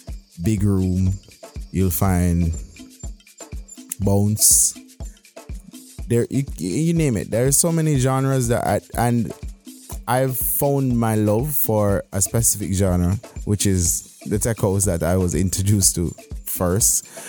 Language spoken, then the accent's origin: English; Jamaica; Yes. So I mean, Jamaicans, you have so dub was created in Jamaica, and I play dub techno sometimes